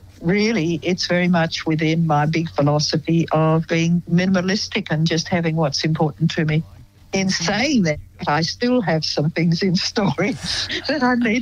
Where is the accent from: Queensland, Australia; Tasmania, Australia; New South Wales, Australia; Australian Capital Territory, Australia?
Tasmania, Australia; But I grew up in the Fraser Nay National Park on the east coast of Tasmania in the 1940s. During the war, actually, the latter parts of the Second World War. It was very wild. It was very isolated.